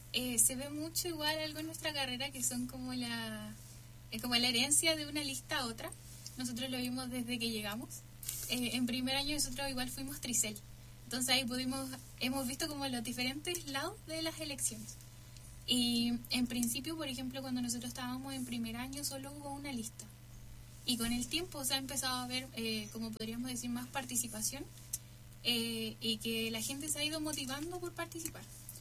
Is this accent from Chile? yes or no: yes; Chépica, O'Higgins, Chile; Soy de Chépica, la sexta región.